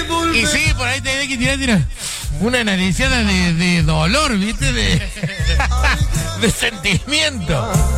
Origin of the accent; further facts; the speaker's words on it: Salta, Argentina; now in Firmat, Argentina; soy salteño, pero vivo en Firmat hace 22 años.